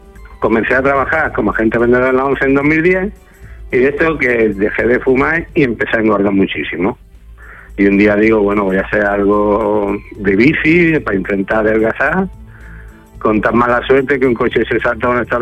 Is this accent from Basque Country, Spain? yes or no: no; Granada, Andalusia, Spain; now in San Fernando, Spain; de Granada, pero que añadía la alusión, como digo yo. Y vivo aquí en San Fernando.